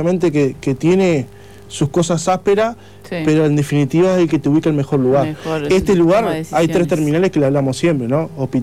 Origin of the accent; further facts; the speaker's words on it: Maldonado, Uruguay; Cuando yo me crié en Maldonado Nuevo, cuando yo era chico, que había asentamiento